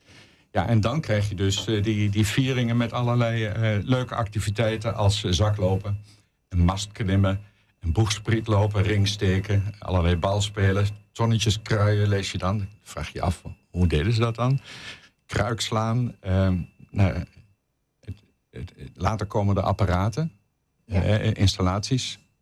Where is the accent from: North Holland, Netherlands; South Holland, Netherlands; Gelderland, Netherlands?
Gelderland, Netherlands; born there; in mijn geboortestreek, in de Achterhoek, heel veel school- en volksfeesten.